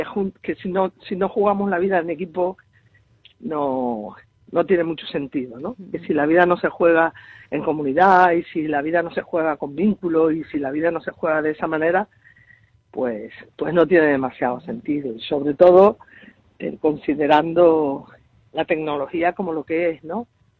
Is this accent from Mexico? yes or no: no; Arrecife, Canary Islands, Spain; ya está empezando a ver la luz en mi tierra, ¿no? En Arrecife.